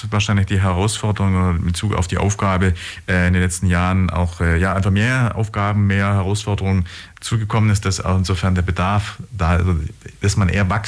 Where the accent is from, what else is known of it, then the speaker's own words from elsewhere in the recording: Ulm, Baden-Württemberg, Germany; Also ich komme aus Böfingen